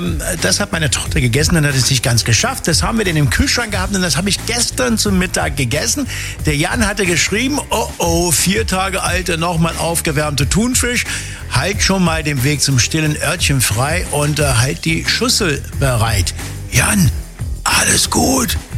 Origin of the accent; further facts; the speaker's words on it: England, United Kingdom; ich bin ja Engländer, ja. Wir essen Bohnen mit Speck zum Frühstück und wir essen Plum Pudding und wir essen Yorkshire Pudding